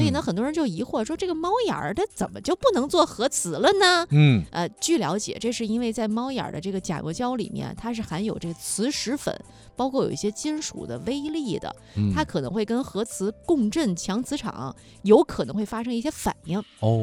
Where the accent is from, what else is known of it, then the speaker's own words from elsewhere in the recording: China; 这个我们中国人人均会武术